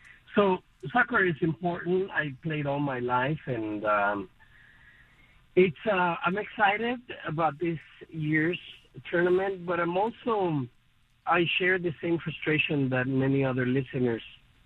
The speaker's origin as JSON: {"language": "English", "country": "Guatemala", "tie": "born or raised there", "second_language": "English", "moved": "yes", "said": "I'm from Guatemala. I grew up playing soccer."}